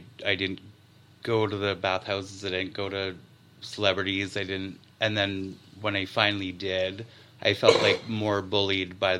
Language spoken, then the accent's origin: English; North Vancouver, British Columbia, Canada; growing up in North Vancouver, I imagined my life like I would just meet somebody platonically and whatever.